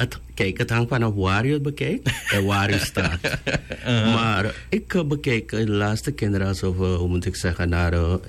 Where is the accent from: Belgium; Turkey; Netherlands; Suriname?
Suriname; Ik ben een Surinamer van Maron afkomst.